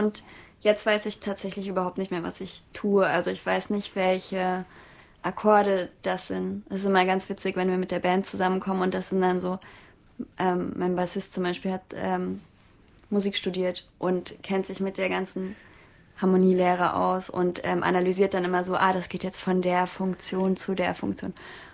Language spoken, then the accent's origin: German; Ilmenau, Thuringia, Germany; now in Leipzig, Germany; also ich wurde in Leipzig geboren und bin in Thüringen-Ilmenau aufgewachsen.